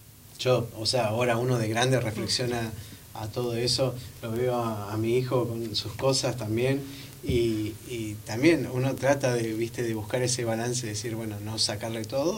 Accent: Río Gallegos, Santa Cruz, Argentina; somos gallegos

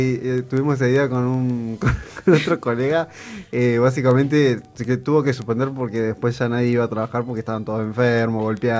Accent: Argentina; somos Argentina

